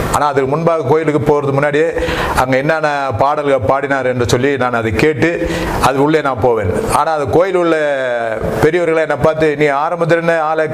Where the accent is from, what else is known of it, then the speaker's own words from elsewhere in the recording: Chennai, Tamil Nadu, India; நான் ஒரு இந்து குடும்பத்தில் பிறந்தேன். … நான் ராயபுரத்தில் மீனாட்சி அம்மன் பேட் என்ற பகுதியில் பிறந்து வளர்ந்தேன்.